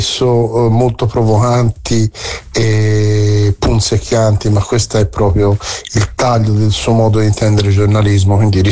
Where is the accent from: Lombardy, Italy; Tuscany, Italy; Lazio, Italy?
Tuscany, Italy; Florence; Come fiorentino dico, come fiorentino.